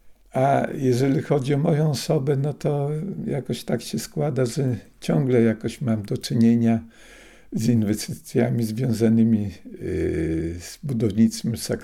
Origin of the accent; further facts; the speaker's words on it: Supraśl, Podlaskie Voivodeship, Poland; born there; first language Russian; Polish is a second language